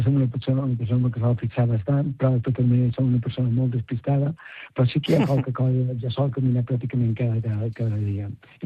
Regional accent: Baró, Catalonia, Spain; tinc una exposició aquí a Baró, al meu poble

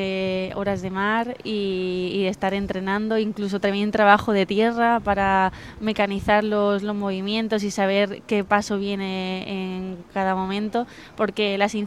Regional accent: Melilla, Spain; yo soy de Melilla, entonces allí se vive mucho el tema de la vela y desde pequeña he estado navegando en el Río Club Náutico de Melilla y desde entonces he seguido.

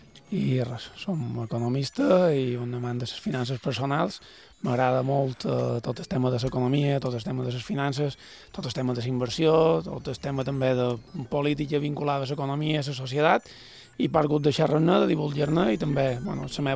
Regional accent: Felanitx, Balearic Islands, Spain; Som de Felanitx, en concret de Porto Colom. Jo vivia allà. Som de la mà. M'agrada moltíssim la mà, moltíssim. I som de 1988.

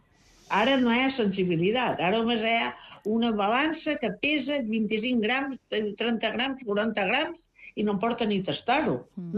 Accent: Ibiza, Balearic Islands, Spain

